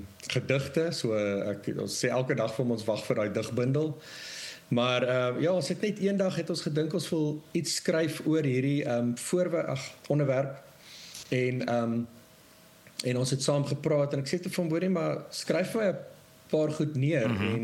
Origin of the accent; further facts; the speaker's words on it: George, Western Cape, South Africa; also born or lived in Kempton Park, Gauteng; now in Stellenbosch, South Africa; ons is daar weg toe ek lekker jong was, en George toe getrek, was so 9 jaar oud. En eindelijk maar daar groot geword, school gegaan, al die dinge. En ja, na school Stellenbosch toe.